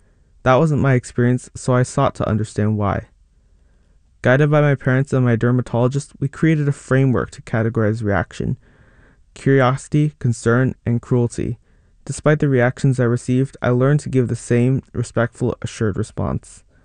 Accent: East Bay, California, United States; Growing up in the East Bay, I was easy to recognize.

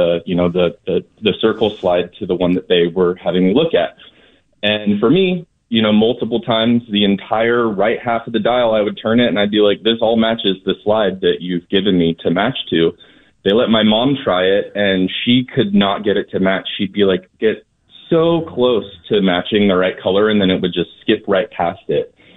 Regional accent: Sacramento, California, United States; I grew up in Sacramento, and my mother worked at UC Davis Hospital

